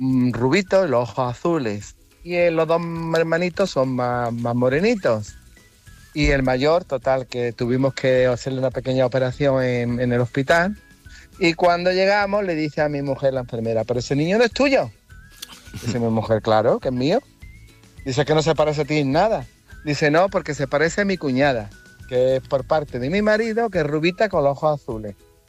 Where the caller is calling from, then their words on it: southern Spain, Spain; Y yo soy moreno, como del sur que somos